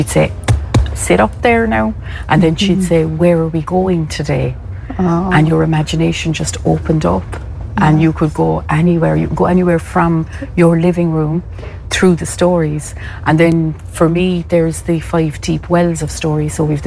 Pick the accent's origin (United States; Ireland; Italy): Ireland; Cork, Munster; born or raised there